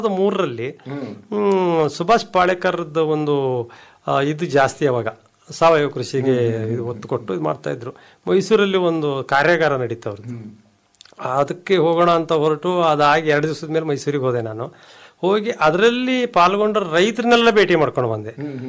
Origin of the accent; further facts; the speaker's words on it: Karnataka, India; ನನ್ನ ಊರು ಕೊರಗಿ ಅಂತ ಸರ್, ಶಿವಮೊಗ್ಗ ತಾಲೂಕು ಹುಣಸಿ ಹೋಬಳಿ ಕೊರಗಿ ಗ್ರಾಮ ಚುರುಡಿ ಪೋಸ್ಟ್.